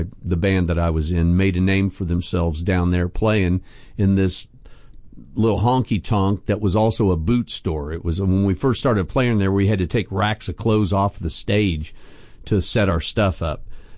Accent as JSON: {"language": "English", "town": "Lawrence", "region": "Kansas", "country": "United States", "tie": "born or raised there", "moved": "yes", "said": "It is my hometown, absolutely. Okay. I went to Lawrence High. I went to Call Valley Grade School."}